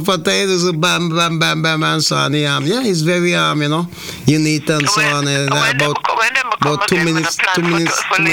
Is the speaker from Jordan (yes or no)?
no; St. Vincent & Grenadines; now in Antigua and Barbuda; my hometown, and so on, Saint Vincent